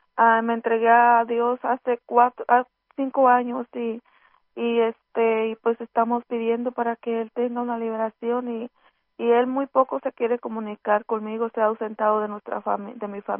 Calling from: Seattle, Washington, United States; Vivo en Seattle, Washington

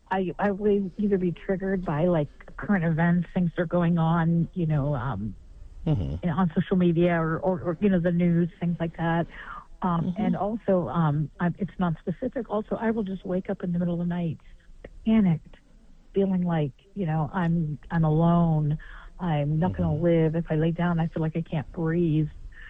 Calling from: Columbus, Ohio, United States; Hi, I'm calling from the Columbus, Ohio area.

